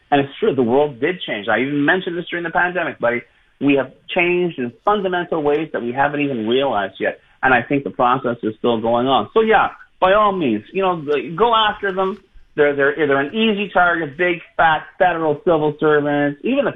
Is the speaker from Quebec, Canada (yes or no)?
yes; Montreal, Quebec, Canada